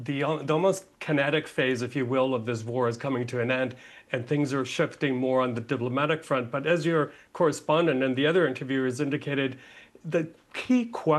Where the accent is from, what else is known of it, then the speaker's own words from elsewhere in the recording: Canada; including in my home country of Canada.